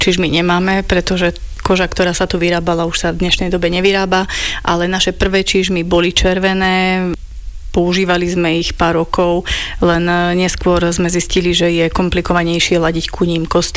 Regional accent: Rajec, Žilina Region, Slovakia; keďže sme z Rajca

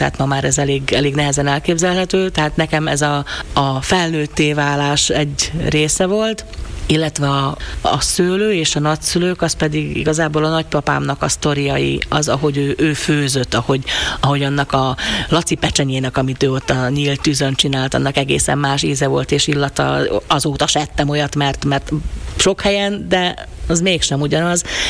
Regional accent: Košice Region, Slovakia; also born or lived in Kráľovský Chlmec / Čierna nad Tisou / Pribeník; now in Košice, Slovakia; Én azt szoktam mondani, hogy én Bodrog közben nőttem fel, mert ugye ott mindenki Helmecen született annak idején. Helmecen laktunk egy ideig, aztán édesapám kapott a vasúttól egy lakást Csernőbe, akkor elköltöztünk Csernőbe

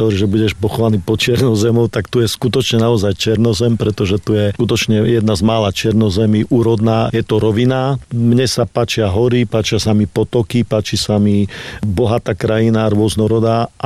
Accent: Zemplín, Slovakia; my sme Zemplínčania a tam asi ten Abov, Šariš a to všetko sa láme a prechádza do čistého Zemplína a Zemplín je môj rodný kraj.

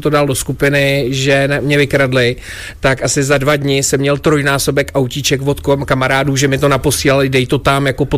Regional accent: Stará Boleslav, Central Bohemian Region, Czechia; Jsem taky ze Starý Boleslavy, Hot Wheels si sbírám 4 roky

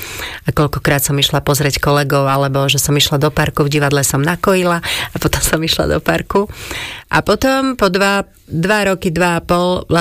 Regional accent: Košice, Košice Region, Slovakia; born there; my sme bývali na 7. poschodí. V Košiciach

